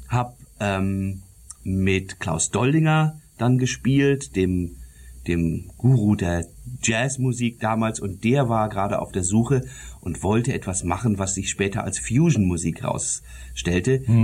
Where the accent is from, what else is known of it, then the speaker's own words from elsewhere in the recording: Detmold, North Rhine-Westphalia, Germany; Ich stamme eigentlich aus Nordrhein-Westfalen, aus Lippe-Detmold. Das ist eine Stadt, die ist ungefähr vergleichbar mit Eisenach. Die ist so klein, liegt im Teutoburger Wald